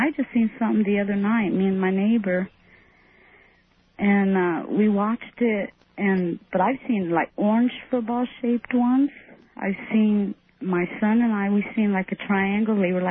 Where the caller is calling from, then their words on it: Merced, California, United States; Hi, I'm calling from Merced, California.